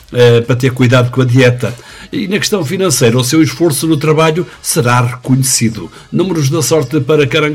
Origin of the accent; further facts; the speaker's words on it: Pinhel, Centro, Portugal; da Adega Cooperativa de Pinhel, da minha terrinha.